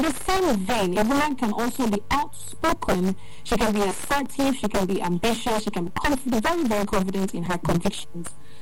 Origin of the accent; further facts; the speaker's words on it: Kenya; now in Doha, Qatar; I'm a Kenyan Doha, and I'm so happy to be here.